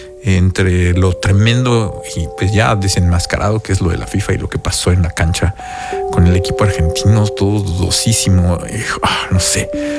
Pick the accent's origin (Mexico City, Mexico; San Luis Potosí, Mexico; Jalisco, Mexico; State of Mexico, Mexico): Mexico City, Mexico; moved away; also born or lived in Finland; una vez que me fui de México y pude experimentar días largos en Finlandia, días verdaderamente largos sin sol, y luego también días verdaderamente cortos